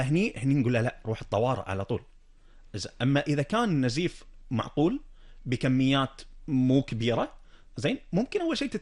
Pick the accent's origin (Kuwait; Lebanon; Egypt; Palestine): Kuwait; خصوصا عندنا بالكويت،